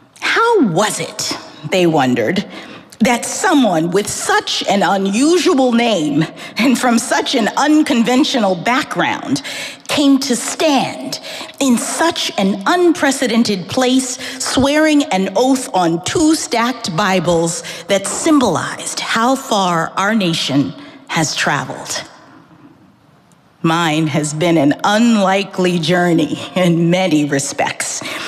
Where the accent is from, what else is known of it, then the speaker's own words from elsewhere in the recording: Washington, District of Columbia, United States; born there; My mother was a public school science teacher when I was born in Washington, D.C. in 1970.